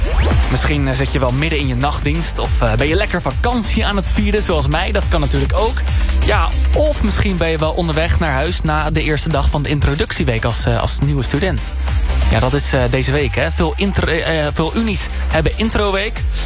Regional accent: Rotterdam, South Holland, Netherlands; En zo ook in mijn thuisstad Rotterdam. Ik ben een echte Rotterdammer, ik ben er geboren en getogen.

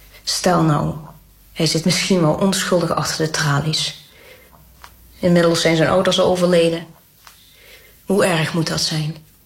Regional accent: Limburg, Netherlands; Nou ja, ik ben natuurlijk geboren in Limburg en woon er al mijn hele leven. Geboren vlakbij Roermond, later in Maastricht gaan studeren.

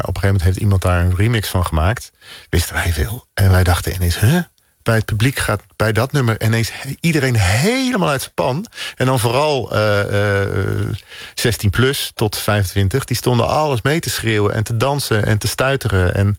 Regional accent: Zeeland, Netherlands; mijn ouderlijk huis in Oosterburg, dat lag tussen, het ligt nog steeds tussen Middelburg en Vlissingen, waar ik ben opgegroeid.

